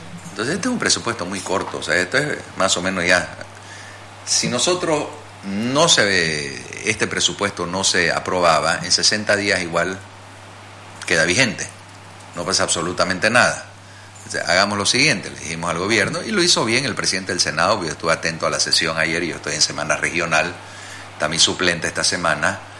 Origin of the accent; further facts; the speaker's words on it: Bolivia; porque al final somos bolivianos, Jimena.